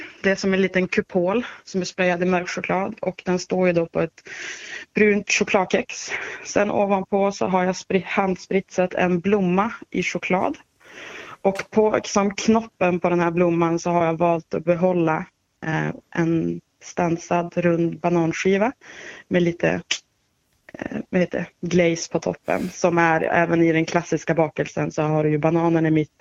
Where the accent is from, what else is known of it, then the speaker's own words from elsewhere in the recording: Norrland, Sweden; now in Bygdeå, Sweden; Och då gick jag tillbaka till mitt norrländska hjärta